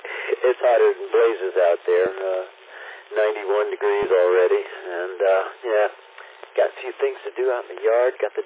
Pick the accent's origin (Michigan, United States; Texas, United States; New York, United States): New York, United States; Lake Ronkonkoma; born there; also born or lived in St. Petersburg; now in Florida, United States; originally, I was born in Long Island, a little town called Lake Ronkonkoma. 65 years ago?